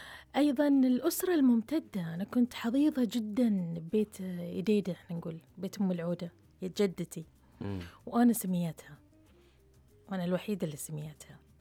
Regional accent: Riffa, Southern Governorate, Bahrain; فمولودة في الرفاع، ومسقط رأسي الرفاع، وعشق الرفاع، وأصل الرفاع، فعشت في الرفاع الشرقي تحديدا. عشت في هذه المنطقة المليئة بالحب، المليئة بالأصالة، الممزوجة بالبساطة.

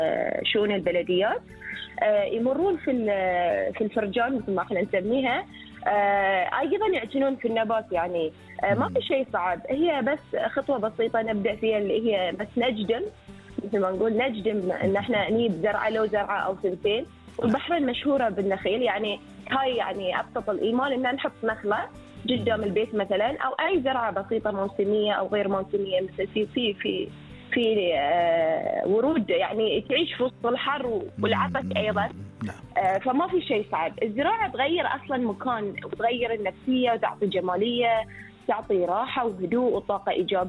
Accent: Bahrain; وإحنا عندنا في البحرين

